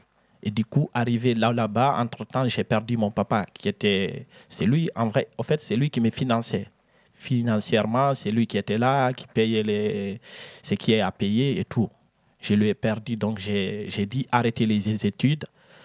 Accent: Middle Guinea, Guinea; Du coup, je viens de la Guinée, Conakry, mais du Fouta Diallon, de la région de la Moyenne Guinée.

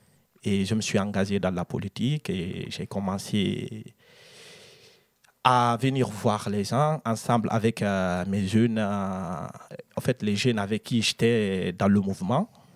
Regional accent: Conakry, Guinea; moved away as an adult; also born or lived in Middle Guinea; now in France; Moi, je suis né à Conakry. Mais mes parents, ils viennent de la Moyenne-Guinée. Donc, c'est quand j'ai fait mes études à Conakry et j'ai eu le baccalauréat.

